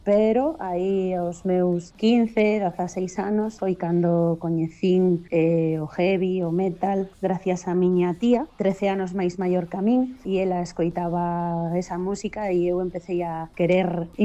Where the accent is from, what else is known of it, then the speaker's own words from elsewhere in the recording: Santiago de Compostela, Galicia, Spain; now in Redondela, Spain; aquí onde vivo agora en Redondela, porque eu son de Compostela, pero fai 19 anos que estou vivindo en Redondela